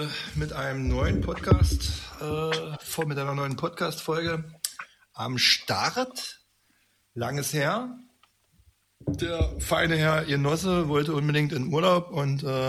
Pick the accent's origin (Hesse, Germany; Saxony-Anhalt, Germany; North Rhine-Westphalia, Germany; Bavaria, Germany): Saxony-Anhalt, Germany; gehen wir mal zurück zu unseren Wurzeln und gehen mal wieder dahin, wo ich herkomme. Und das ist nämlich dieses wunderschöne Sachsen-Anhalt mit seiner fabelhaften Landeshauptstadt Magdeburg.